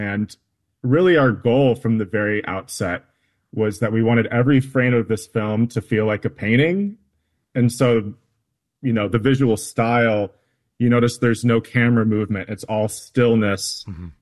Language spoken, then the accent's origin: English; Minneapolis, Minnesota, United States; reconnect with my Ojibwe identity. And it's my father's side that I have that. And, I didn't grow up in the reservation. I grew up in the Twin Cities.